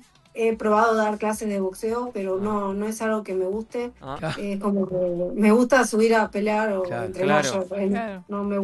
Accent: Argentina; estamos todos unidos como argentinos

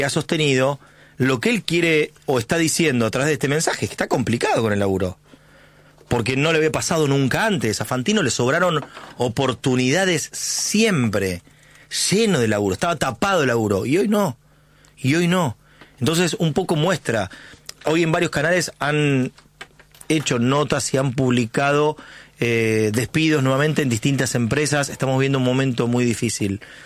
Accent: Argentina; lo que tenemos que lograr como argentinos

